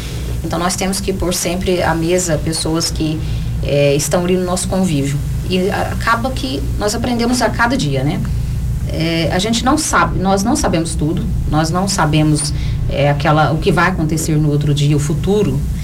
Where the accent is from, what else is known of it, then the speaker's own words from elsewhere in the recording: Minas Gerais, Brazil; accent: mineirês; porque eu sou mineira, sou humilde. Como você diz, o mineirês aí, né?